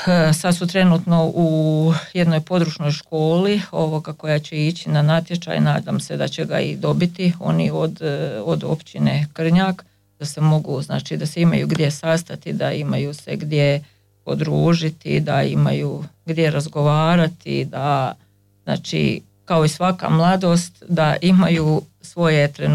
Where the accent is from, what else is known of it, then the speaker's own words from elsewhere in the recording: Karlovac County, Croatia; pošto dolazimo sa Korduna